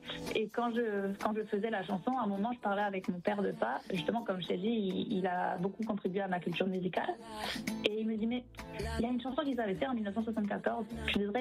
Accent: Haiti; Et il y a une chanson dans notre culture qui s'appelle

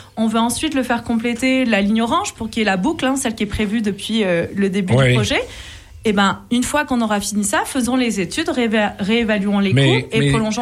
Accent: France; Et moi, je viens de France. Hein. Fait que le TGV, là, pour moi, c'est normal.

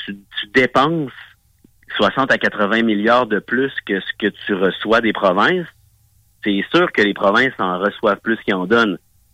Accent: Quebec City, Quebec, Canada; born there; Moi, bon, je suis né ici à Vanier, là, mais je suis un fils d'immigrant aussi.

